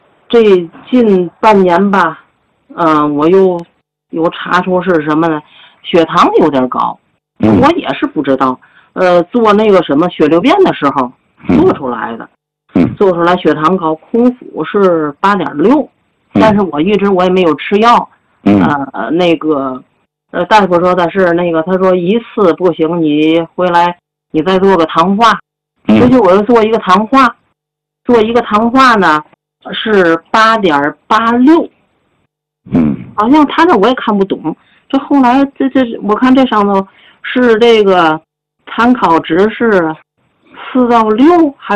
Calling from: Tianjin, China; 我是天津的听众，

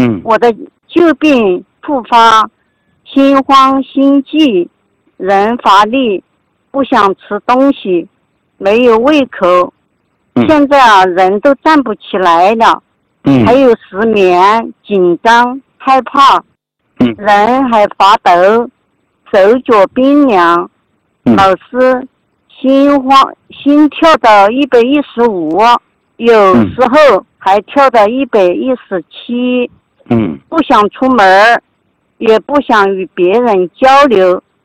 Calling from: Sichuan, China; 我来自于四川新月。今年61岁了。1964年农历10月23日出生。

